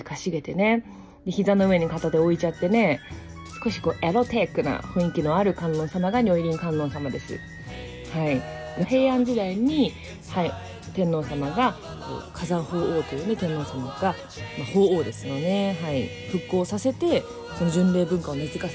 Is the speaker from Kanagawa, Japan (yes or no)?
yes; Kamakura, Kanagawa, Japan; 私の地元鎌倉は三浦半島の観音霊場もあるし